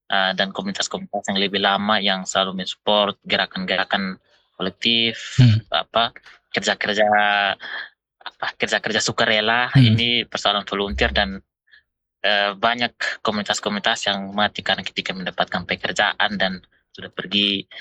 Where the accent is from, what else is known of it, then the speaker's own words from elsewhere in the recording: Amanuban, South Central Timor, East Nusa Tenggara, Indonesia; kami ini perlu untuk semua orang Amnuban tahu.